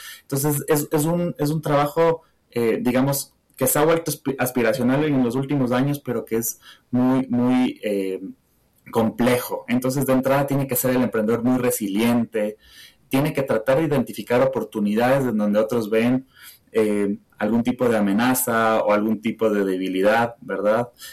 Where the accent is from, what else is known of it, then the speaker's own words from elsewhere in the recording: Ecuador; La primera que sentimos nosotros que tenemos que hacer como ecuatorianos es creérnosla.